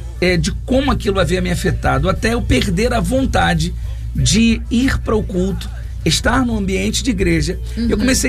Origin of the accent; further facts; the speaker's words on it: Rio de Janeiro, Brazil; Eu sou oriundo do Rio de Janeiro mesmo, sou carioca. Sim. Da Gema. Porém, eu sou ali daquela região, Rio Comprido, Tijuca, aquela área ali é a área que eu morei a vida inteira.